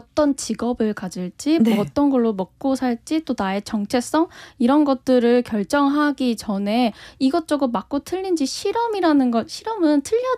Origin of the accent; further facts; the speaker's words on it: Seoul, South Korea; 왜냐하면 서울 제가 나고 자랐다고 해서 서울이라는 곳이 정답이 아니고 이게 제 세상, 제 우주의 기준이었다는 걸